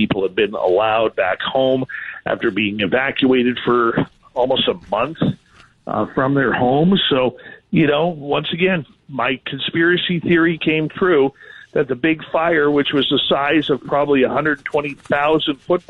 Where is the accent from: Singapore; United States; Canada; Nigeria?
Canada; Yes, Walter, I'm Canadian